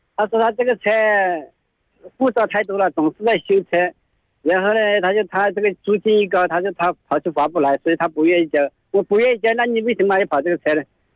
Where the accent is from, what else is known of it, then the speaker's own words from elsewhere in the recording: Shaoyang, Hunan, China; moved away; 送到我们老家，送到是湖南邵阳